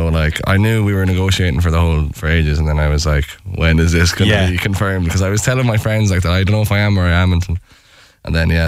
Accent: Ireland; being Irish

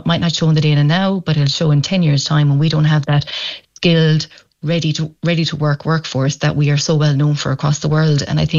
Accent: Ireland

